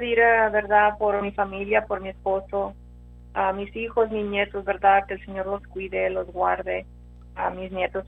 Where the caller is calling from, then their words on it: Rio Grande City, Texas, United States; de Río Grande.